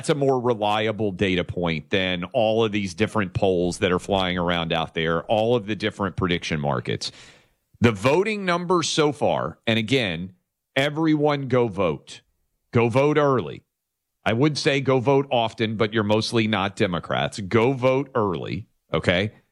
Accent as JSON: {"language": "English", "region": "Tennessee", "country": "United States"}